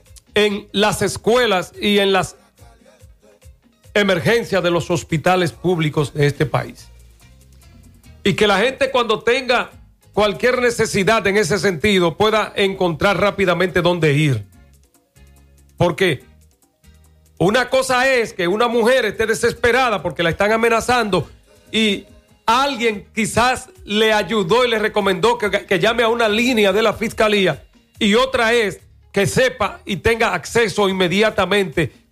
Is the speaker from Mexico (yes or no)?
no; Dominican Republic; nosotros como dominicanos, como gente que tiene que vivir en esta generación